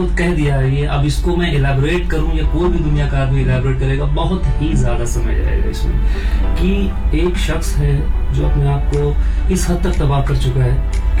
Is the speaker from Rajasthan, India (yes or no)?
no; Lucknow, Uttar Pradesh, India; मैं लखनऊ से हूँ, तो मेरी उर्दू थोड़ी अच्छी ग्रिप है उर्दू पे, मगर उतनी भी अच्छी नहीं